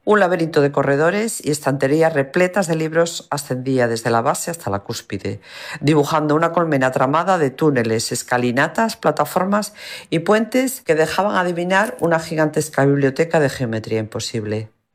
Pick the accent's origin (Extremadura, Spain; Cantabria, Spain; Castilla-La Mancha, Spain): Cantabria, Spain; now in Seville, Spain; Soy una cántabra en Sevilla.